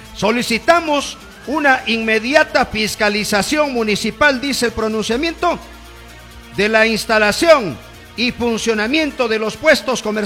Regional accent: Jaén, Cajamarca, Peru; Yo soy de Jaén

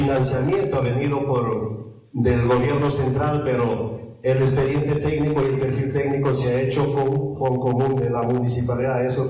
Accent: Peru; Yo soy de Naranjo Salto

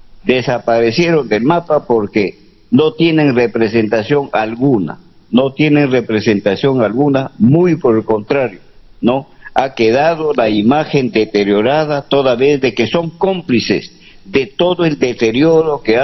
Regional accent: Utcubamba, Amazonas, Peru

